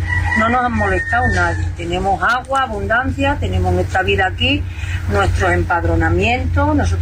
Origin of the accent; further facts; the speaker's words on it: Extremadura, Spain; moved away; porque teníamos más esperanza de trabajar para aquí que en nuestra tierra, que somos de Extremadura. Vinimos y no teníamos dónde ponernos.